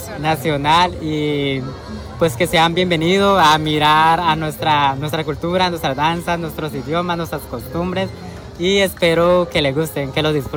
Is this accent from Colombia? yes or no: yes; Colombia; Nós, como colombianos, falamos diferente.